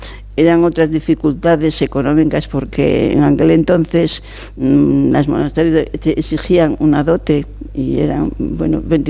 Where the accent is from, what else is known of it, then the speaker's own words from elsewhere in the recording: Castile and León, Spain; Yo soy un pueblo de la Ribera del Órbigo. Ah, de cerca de Astorga.